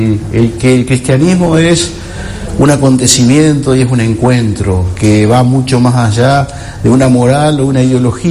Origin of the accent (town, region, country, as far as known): Uruguay; also born or lived in Minas